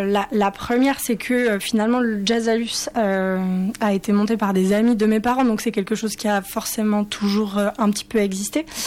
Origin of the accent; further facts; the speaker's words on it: Luz-Saint-Sauveur, Occitanie, France; Moi j'ai grandi à Luz-Saint-Sauveur